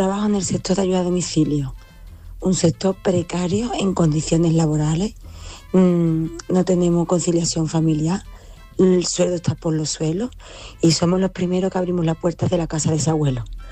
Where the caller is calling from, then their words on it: Seville, Andalusia, Spain; de Sevilla.